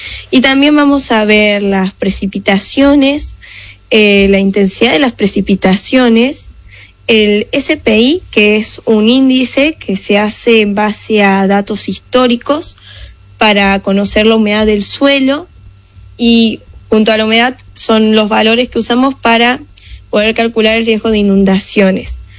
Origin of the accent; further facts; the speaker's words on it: Villa Carlos Paz, Córdoba, Argentina; yo soy de Carlos Paz y vivo muy cerca de lo que sería la ruta Córdoba. Entonces, veo muy, muy de cerca los incendios forestales desde que soy muy chiquita.